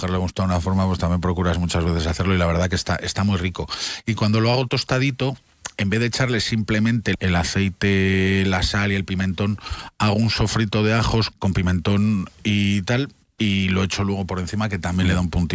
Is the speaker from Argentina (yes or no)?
no; León, Castile and León, Spain; los que somos de León